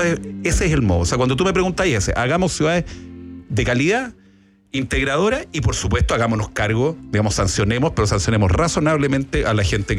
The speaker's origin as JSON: {"language": "Spanish", "country": "Chile", "said": "Y los monumentos nos representan a todos como chilenos."}